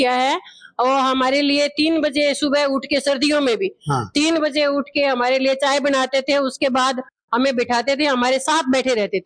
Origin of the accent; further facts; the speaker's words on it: Hanumangarh district, Rajasthan, India; moved away; मैं खुद ग्रामीण परिवेश से हूँ, हनुमानगढ़ डिस्ट्रिक्ट से बिलोंग करती हूँ।